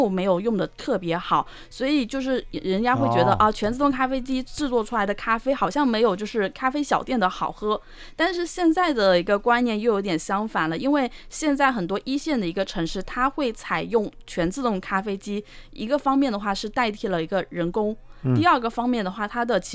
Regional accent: Jinjiang, Fujian, China; moved away; 因为我之前都是在外地生活， … 其实不是那么常见的，但是我回到了这个我们的晋江这个地方发现跟我同姓的人超级多

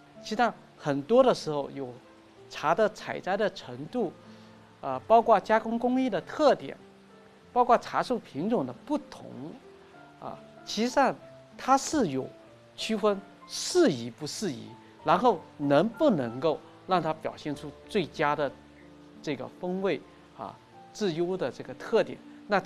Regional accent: China; 更综合了我们中国人儒家的这种思想，

